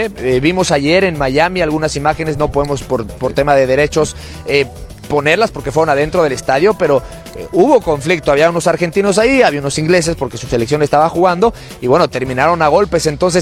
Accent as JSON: {"language": "Spanish", "country": "Mexico", "said": "pero pues soy de México y te quiero preguntar sobre esto"}